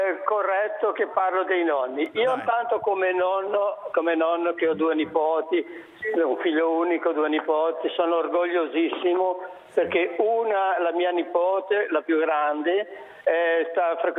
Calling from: Genoa, Liguria, Italy

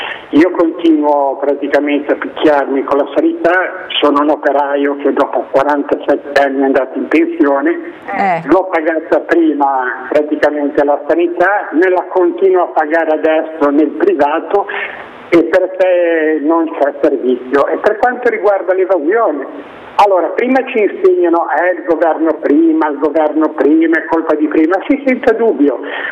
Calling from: Genoa, Liguria, Italy

